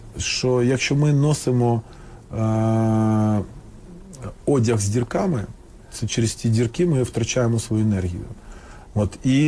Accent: Kyiv, Ukraine; Я киянин, так.

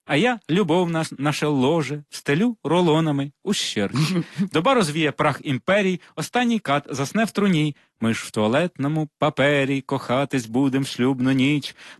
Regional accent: Mykolaiv Oblast, Ukraine; born there; Так як я народився на Миколаївщині, от, і це дуже край пістрявий стосовно різних племен

